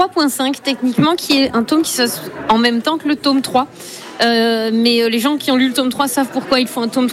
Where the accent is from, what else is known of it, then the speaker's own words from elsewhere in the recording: Brittany, France; c'est ma culture vu que je suis bretonne. Donc c'est sûr que c'est ma culture de base. J'ai grandi dedans